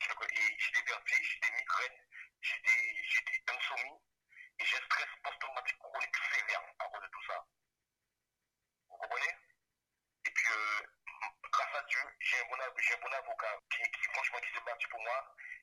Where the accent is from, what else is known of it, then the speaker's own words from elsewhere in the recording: Guadeloupe; now in France; moi je suis un Guadeloupéen et j'ai le mental.